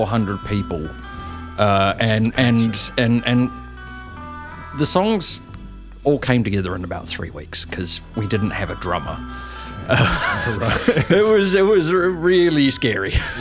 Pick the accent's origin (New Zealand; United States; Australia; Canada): New Zealand; Auckland; I'm from here. Auckland. I grew up in Beachhaven.